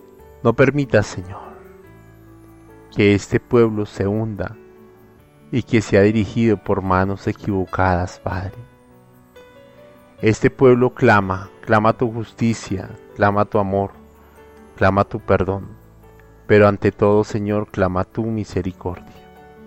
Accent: Colombia; Necesitamos ese fuego como colombianos.

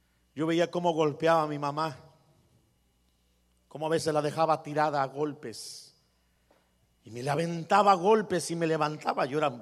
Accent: Guadalajara, Jalisco, Mexico; now in United States; Primero porque me salí de Guadalajara porque había balaceado unas personas y me tuve que venir a esconder a los Estados Unidos.

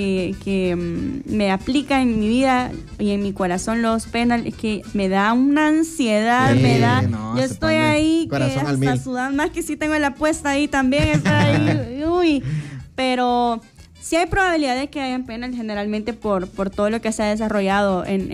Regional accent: El Salvador; nosotros como salvadoreños somos aficionados a nuestro fútbol nacional

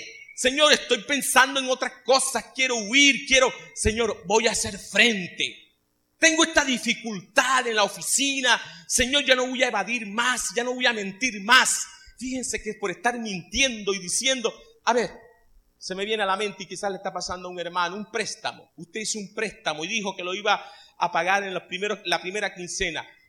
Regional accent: Caribbean coast, Colombia; moved away; Para mí como costeño, como hombre de Colombia que nunca ha trabajado aquí y que ahora me quieran nuevamente llevar lejos, es doloroso, es arrancarme de mi costa.

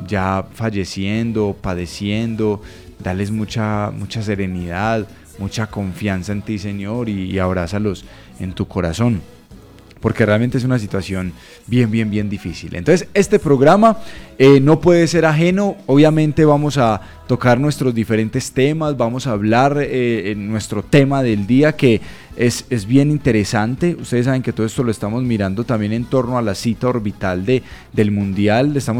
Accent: Colombia; Y qué bueno es entonces nosotros como colombianos unirnos en oración también

